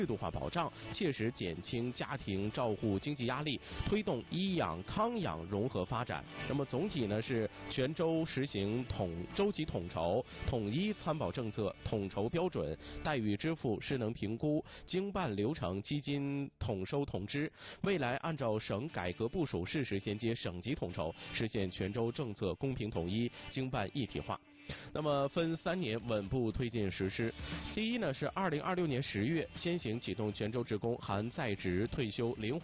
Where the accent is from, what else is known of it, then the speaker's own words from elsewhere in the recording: Jilin, China; 最近啊，咱们延边人问的最多的长户险